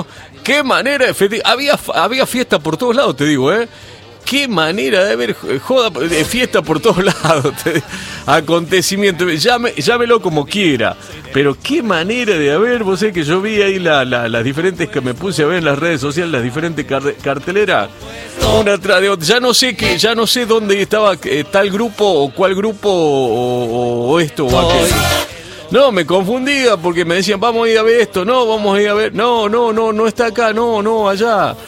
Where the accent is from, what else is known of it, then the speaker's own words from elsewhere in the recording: Argentina; Nosotros somos argentinos. Apenas podemos hablar en castellano.